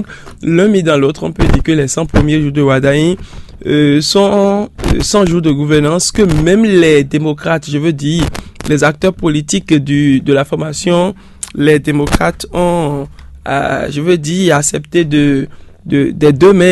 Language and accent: French; Benin